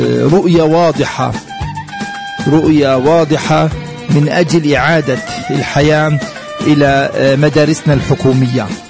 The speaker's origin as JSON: {"language": "Arabic", "country": "Palestine", "said": "هل التعليم أصبح أولوية لنا كفلسطينيين"}